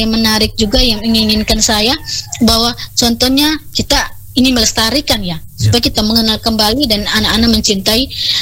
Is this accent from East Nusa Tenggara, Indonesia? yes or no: yes; Ende, East Nusa Tenggara, Indonesia; kita orang Ende itu kita sudah daerah otonom toh